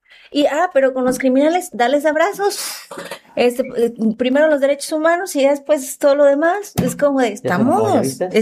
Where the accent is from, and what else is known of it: Mexico